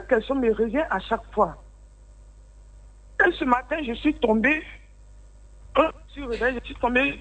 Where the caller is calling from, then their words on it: Bingerville, Abidjan, Côte d’Ivoire; J'appelle de Benjaville.